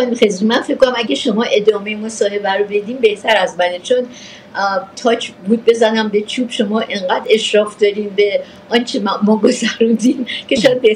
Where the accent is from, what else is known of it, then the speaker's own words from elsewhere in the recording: Iran; born there; من در امریکا متولد نشدم، در ایران متولد شدم.